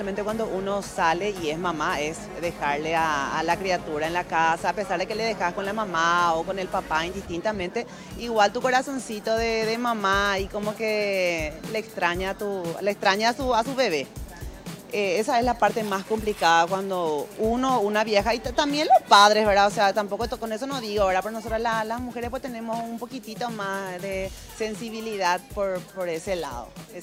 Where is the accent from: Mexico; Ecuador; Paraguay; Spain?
Paraguay